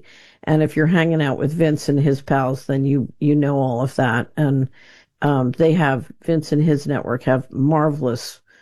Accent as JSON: {"language": "English", "town": "Philadelphia", "region": "Pennsylvania", "country": "United States", "tie": "born or raised there", "said": "I grew up in West Philadelphia."}